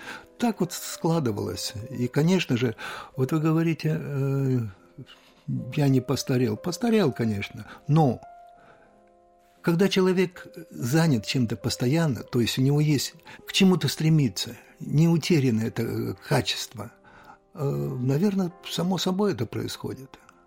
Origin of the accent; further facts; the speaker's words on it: Karaganda, Karaganda Region, Kazakhstan; born there; Если говорить вот о том, как я родился в Караганде, конечно, я не помню день своего рождения, когда я родился, что появился.